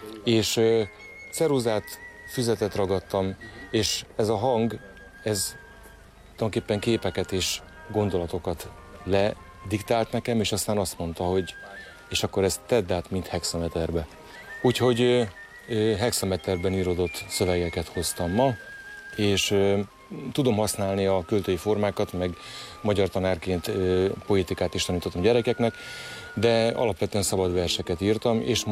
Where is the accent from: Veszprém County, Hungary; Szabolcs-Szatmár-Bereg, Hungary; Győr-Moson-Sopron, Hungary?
Veszprém County, Hungary; Veszprém; Én ugye veszprémi vagyok